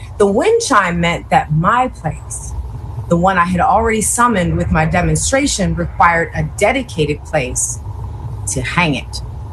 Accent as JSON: {"language": "English", "area": "Bucks County", "region": "Pennsylvania", "country": "United States", "tie": "born or raised there", "moved": "yes", "said": "where I grew up in Bucks County."}